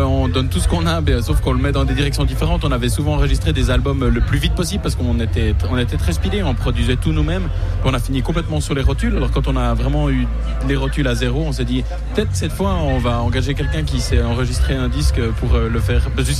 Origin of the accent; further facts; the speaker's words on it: La Chaux-de-Fonds, Neuchâtel, Switzerland; En fait, on est tous de la Chaux-de-Fonds. C'est vrai, on habite tous à la Chaux-de-Fonds. Et puis, on est des vieux amis, en fait, quoi. C'est en Suisse.